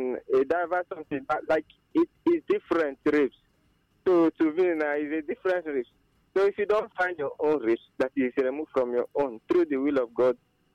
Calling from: Nine Mile, Enugu State, Nigeria; I'm calling from Nine Mile.

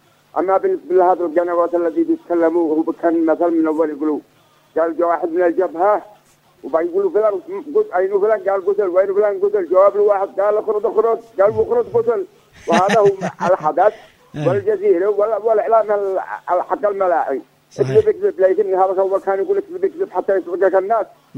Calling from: Yemen; هذا احنا يمنيين

